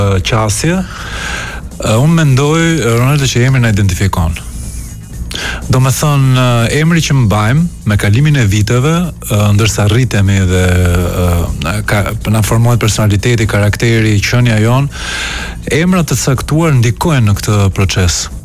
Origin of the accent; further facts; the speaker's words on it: Tirana, Tirana County, Albania; born there; ne jemi nga Korça me origjin, babi im ka lindur në Tiranë dhe unë kam lindur në Tiranë